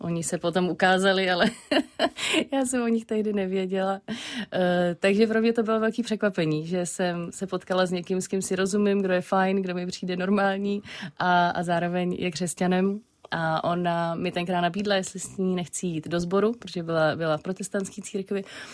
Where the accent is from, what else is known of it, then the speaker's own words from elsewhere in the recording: Prague, Czechia; jsem vyrostla v Praze, nějak nemám ani vlastně nějakou jako tradiční víru převzato od prarodičů nebo tak.